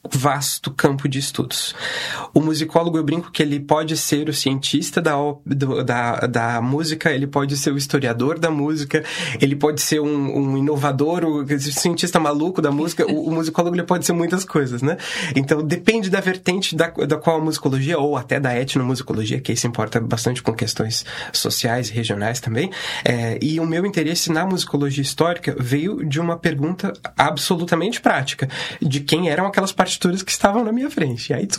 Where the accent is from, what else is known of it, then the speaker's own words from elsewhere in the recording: Blumenau, Santa Catarina, Brazil; Eu sou de Blumenau.